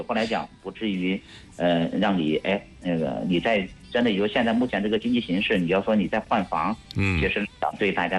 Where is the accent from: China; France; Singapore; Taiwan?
China; Sichuan; moved away as an adult; now in Shijiazhuang, China; 因为我老家是四川的，就我来石家庄这么多年